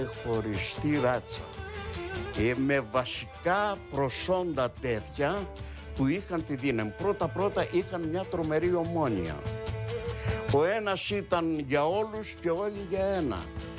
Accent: Anogeia, Crete, Greece; born there; τον τόπο μου

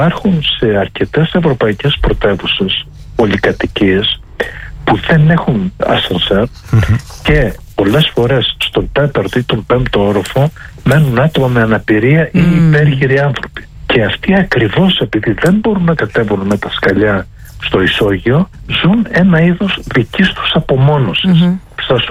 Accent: Greece; εμείς ως Έλληνες

